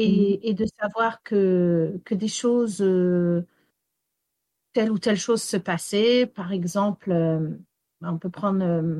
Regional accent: Wales, United Kingdom; first language English; French is a second language; now in Brittany, France; Le français, en fait, c'est ma langue maternelle parce que c'est ma mère qui me parlait français. Mais ma mère m'a élevée au Pays de Galles. Et c'est pour ça que ce n'est pas ma langue maternelle parce qu'en fait, c'est l'anglais qui a pris le dessus sur le français.

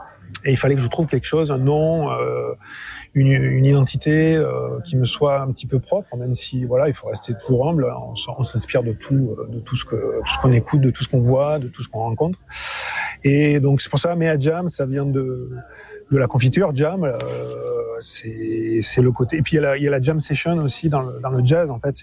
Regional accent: Occitanie, France; mon pays d'origine, enfin ma région d'origine, le Lot. Voilà, moi j'ai grandi dans l'Écosse, sur l'Écosse du Lot.

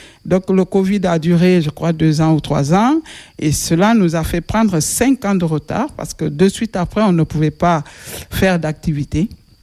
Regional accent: Nzérékoré, Nzérékoré Region, Guinea; born or raised there

